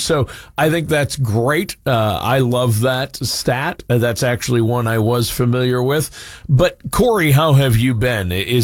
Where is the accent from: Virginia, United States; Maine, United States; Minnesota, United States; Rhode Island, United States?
Minnesota, United States; I'm from Minnesota